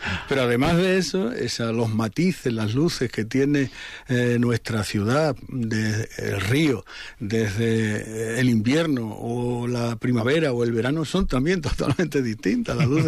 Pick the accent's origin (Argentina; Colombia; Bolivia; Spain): Spain; Badajoz, Extremadura; also born or lived in Don Benito; Yo, mi ciudad es Badajoz, nací en Don Benito, pero es verdad que vine muy pronto y que ya mis hijos nacieron aquí, entonces ya es Badajoz.